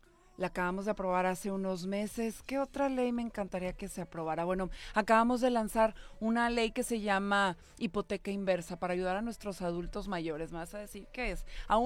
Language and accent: Spanish; Nuevo León, Mexico